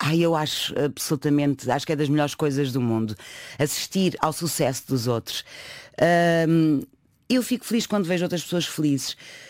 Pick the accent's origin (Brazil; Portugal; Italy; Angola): Portugal; Lisbon; eu nasci e cresci nos Olivais.